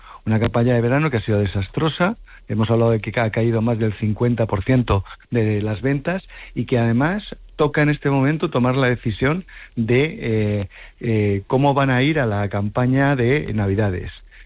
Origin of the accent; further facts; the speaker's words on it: Community of Madrid, Spain; yo soy madrileño, yo conocí Ceuta cuando en el año 2001 y me quedé profundamente enamorado